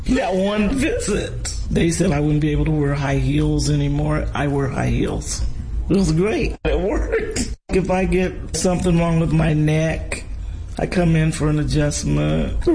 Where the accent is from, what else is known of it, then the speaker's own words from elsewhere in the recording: Portland, United States; I'm from Portland.